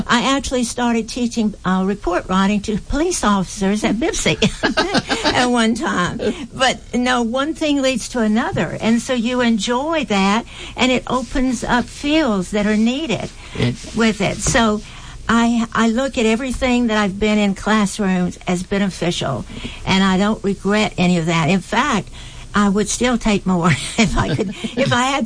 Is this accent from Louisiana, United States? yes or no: yes; Tioga, Louisiana, United States; also born or lived in Alexandria / Shreveport; I am originally from Tioga and Ball, Louisiana, that area, born in Alexandria, but moved to Shreveport with my dad's job change when I was in middle school, then junior high